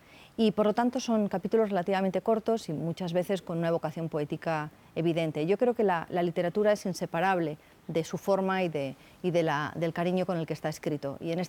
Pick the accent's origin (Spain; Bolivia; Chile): Spain; como occidental, como española en este caso